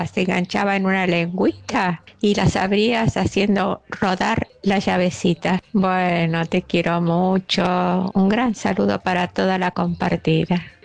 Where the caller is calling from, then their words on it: Buenos Aires, Argentina; Soy … de Caballito.